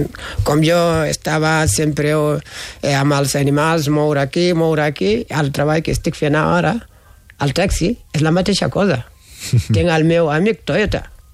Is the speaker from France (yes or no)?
no; Senegal; now in Catalonia, Spain